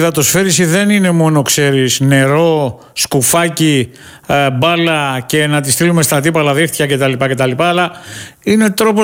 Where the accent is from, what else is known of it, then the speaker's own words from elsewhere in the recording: Greece; σαν Έλληνες